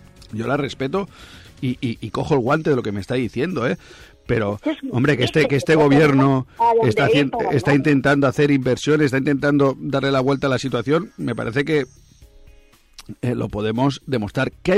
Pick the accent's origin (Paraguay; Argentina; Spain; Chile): Spain; Cunit, Catalonia; yo también me acuerdo de cómo era Cunit antes, yo también me acuerdo, pero ha cambiado, antes éramos 800 personas, ahora somos 18.000, ha cambiado el pueblo